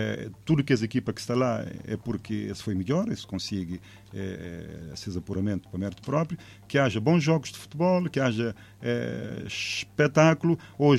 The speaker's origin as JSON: {"language": "Portuguese", "country": "Cape Verde", "said": "nós tudo como cabo-verdiano"}